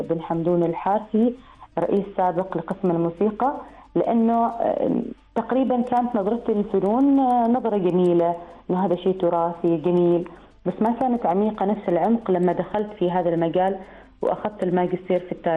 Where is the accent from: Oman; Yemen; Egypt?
Oman; أنا كوني كعماني